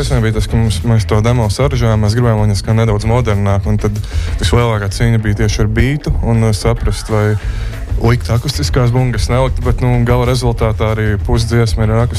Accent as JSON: {"language": "Latvian", "town": "Madona", "region": "Vidzeme", "country": "Latvia", "said": "jā, mēs no Madonas."}